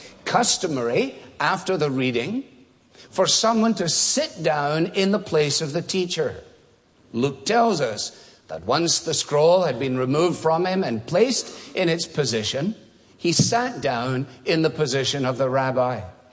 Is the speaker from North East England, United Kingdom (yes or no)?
no; Scotland, United Kingdom